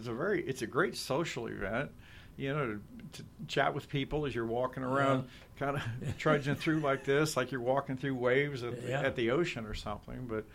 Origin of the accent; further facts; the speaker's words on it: Warrensburg, Missouri, United States; We're just lucky to be in Warrensburg. I'm so happy to be living here in my hometown.